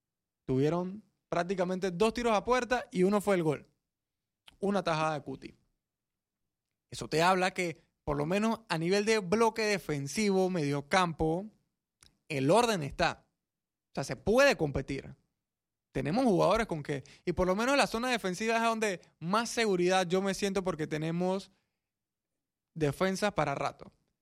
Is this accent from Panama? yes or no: yes; Panama; yo que soy panameño y he estudiado la historia de Panamá